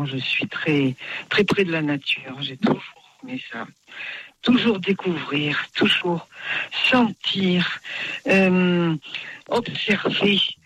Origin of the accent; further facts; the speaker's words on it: Poitiers, Nouvelle-Aquitaine, France; Je suis née non-voyante. Je suis native de Poitiers.